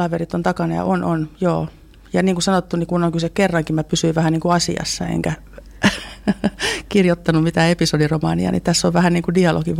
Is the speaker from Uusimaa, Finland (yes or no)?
no; Rauma, Satakunta, Finland; now in Pori, Finland; mun entisessä kotikaupungissa Raumalla.